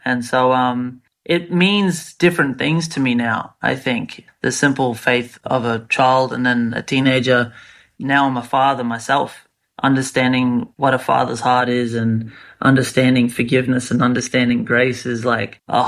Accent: Rockhampton, Queensland, Australia; also born or lived in Bowen; now in Brisbane, Australia; Queensland boy. I'm originally from a little town on the Whitsundays called Bowen. And born in Bowen, I was raised in Rockhampton.

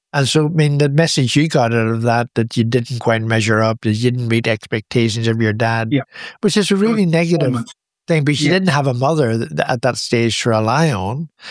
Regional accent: Belfast, Northern Ireland, United Kingdom; I mean, I grew up in Belfast, and it was all bad in Belfast.

